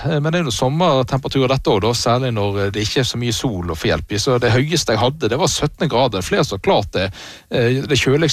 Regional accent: Western Norway, Norway; now in Oslo, Norway; men spør du meg som vestlending eller her i Oslo?

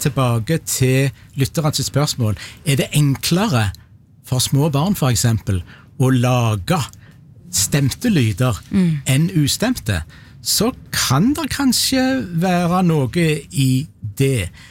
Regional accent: Rogaland, Norway

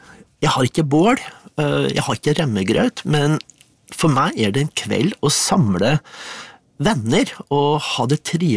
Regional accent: Våler, Innlandet, Norway; da jeg vokste opp, altså jeg kommer fra Våler i Solør

